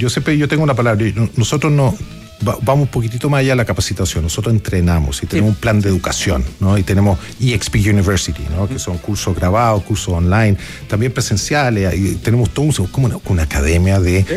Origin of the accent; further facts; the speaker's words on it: Argentina; now in Chile; la verdad es que crecí, nací en Chile, pero crecí en la Argentina